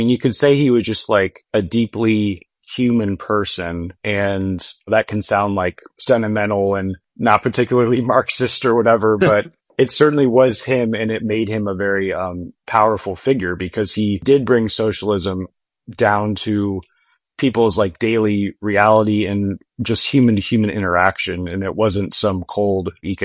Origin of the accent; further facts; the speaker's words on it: Iowa, United States; moved away; I grew up in Iowa and most of my family's still back there. And, you know, I identify very strongly with the region too.